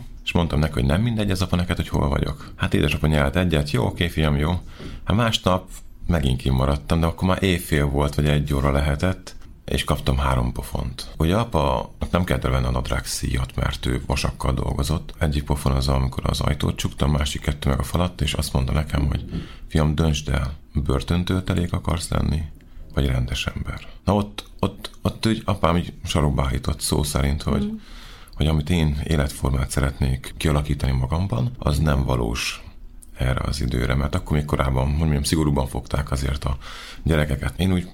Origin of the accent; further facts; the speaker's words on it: Szentes, Csongrád-Csanád, Hungary; Nem, ez Szentesen volt. Szentesen volt, és tudom, hogy egyik este én nem értem haza 8 órára, csak 10 órára, mert kimaradtam a többiekkel.